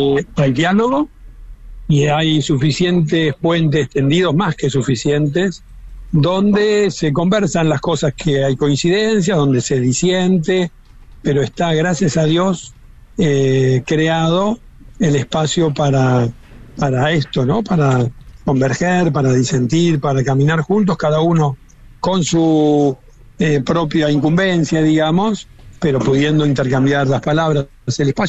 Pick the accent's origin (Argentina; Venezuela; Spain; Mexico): Argentina; now in Rome, Italy; Nosotros en la Iglesia Argentina somos curas argentinos